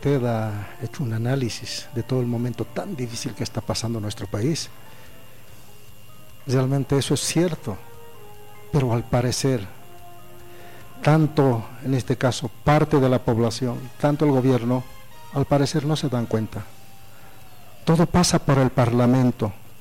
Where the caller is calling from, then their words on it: Bolivia; yo creo que como bolivianos tenemos que pensar en función a nuestro país